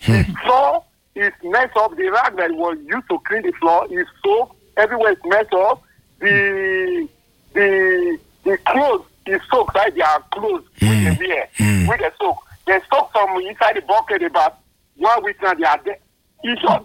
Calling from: Lagos, Nigeria; I'm calling from Lagos.

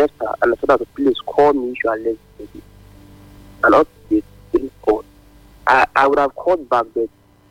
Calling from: Benin; I'm calling from Benin.

